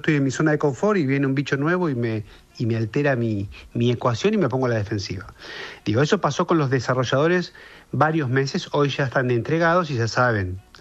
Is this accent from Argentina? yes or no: yes; Argentina